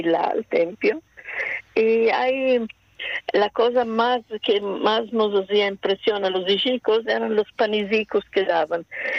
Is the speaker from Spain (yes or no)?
no; Milan, Lombardy, Italy; Rodus manco, porque papá era de Rodus, ma nosotros nacimos y crecimos en Milano.